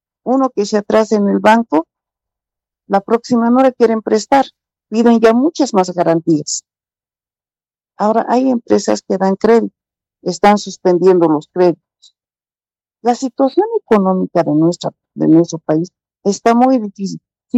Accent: Bolivia; todos estamos afectados, prácticamente todos los bolivianos.

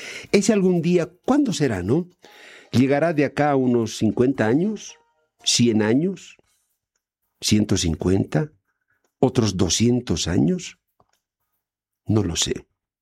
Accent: Bolivia

